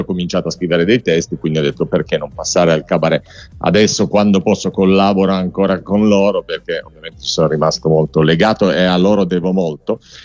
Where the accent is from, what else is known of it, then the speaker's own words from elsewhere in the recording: Milan, Lombardy, Italy; perché ovviamente sono di Milano e quindi faccio riferimento a loro.